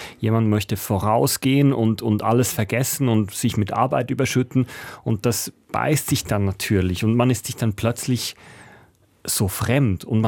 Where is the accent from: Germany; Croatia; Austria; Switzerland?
Switzerland; Man muss halt schon sagen, da wo ich aufgewachsen bin, sind 120 Einwohnende, da wählen alle die rechte SVP.